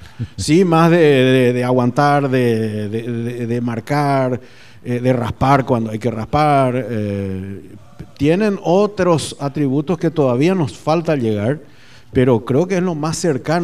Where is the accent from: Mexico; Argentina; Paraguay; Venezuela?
Paraguay